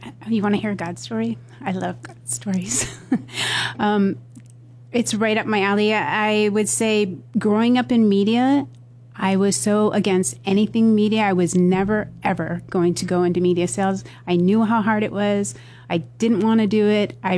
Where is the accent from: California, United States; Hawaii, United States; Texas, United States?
Hawaii, United States; also born or lived in Racine, Wisconsin; Well, I would say I was born in Racine, Wisconsin, but in about third grade, my parents got divorced, and so my mom took my brother and I to live in Hawaii with my grandparents.